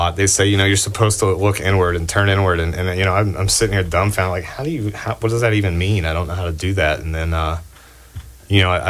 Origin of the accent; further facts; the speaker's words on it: Johnson City, Tennessee, United States; I'm from Johnson City, Tennessee